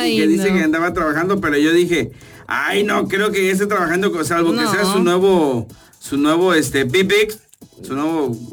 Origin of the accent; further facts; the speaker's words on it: Tapachula, Chiapas, Mexico; soy tapachulteco 100% guacalero de corazón.